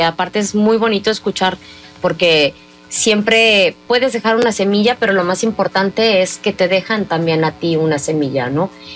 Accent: Mexico; como mexicanas y mexicanos, nosotros somos parte de ese ejército que tenemos que defender a nuestro país

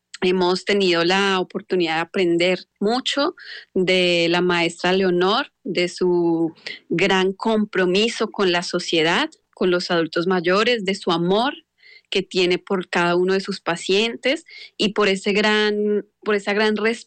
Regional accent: Colombia; moved away as an adult; also born or lived in Mexico; now in Brazil; soy colombiana, pero viví 4 años en México

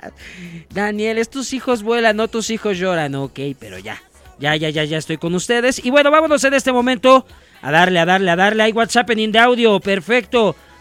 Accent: Mexico; somos mexicanos

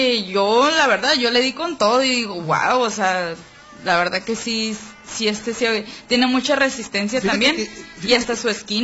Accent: Mexico; uno como mexicano siempre va a tener ese espíritu guerrero

